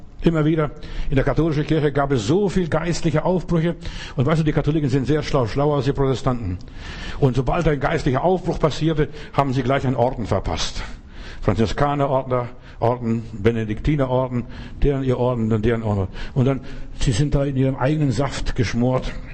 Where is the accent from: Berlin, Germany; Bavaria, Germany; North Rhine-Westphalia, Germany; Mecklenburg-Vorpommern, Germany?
Bavaria, Germany; ich bin ja in Bayern groß geworden